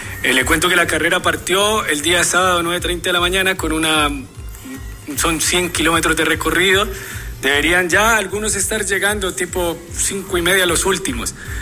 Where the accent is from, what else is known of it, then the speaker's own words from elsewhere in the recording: Colombia; moved away as an adult; now in Chile; yo vengo de Colombia. Llegué hace 11 años